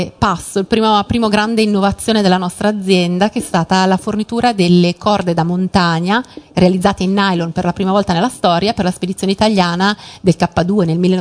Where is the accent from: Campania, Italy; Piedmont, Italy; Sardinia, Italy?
Piedmont, Italy; Novara; Noi siamo di Novara.